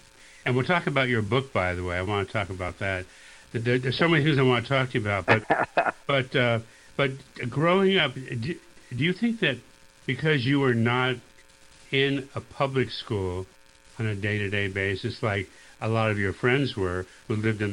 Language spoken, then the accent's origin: English; Florida, United States; also born or lived in Los Angeles; I was actually born in Los Angeles, and I grew up in Florida